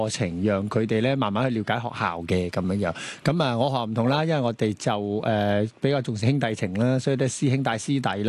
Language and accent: Cantonese; Hong Kong; 我們自己在香港都土生土長